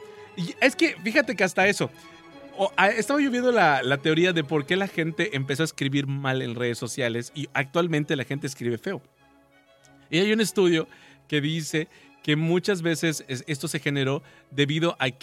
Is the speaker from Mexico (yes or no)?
yes; Mexico; moved away; allá en el pueblo de donde soy, en Temash